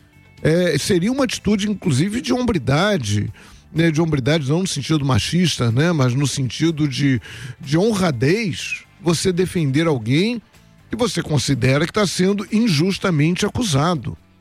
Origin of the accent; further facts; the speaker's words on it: Rio de Janeiro, Brazil; mesmo sendo carioca, desde que nasci